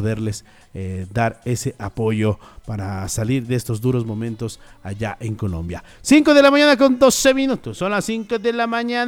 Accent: Ecuador

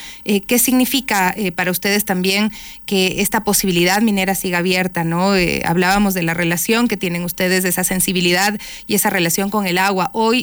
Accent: Ecuador; otras preocupaciones que empiezan a surgirnos como ecuatorianos y ecuatorianas.

